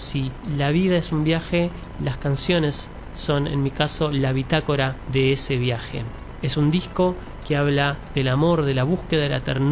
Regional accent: Lanús, Buenos Aires Province, Argentina; Nací en Lanús, en la casa de una pareja de artesanos

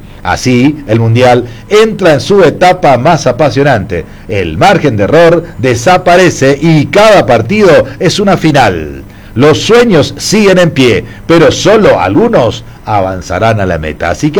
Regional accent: Argentina; acá estamos los argentinos

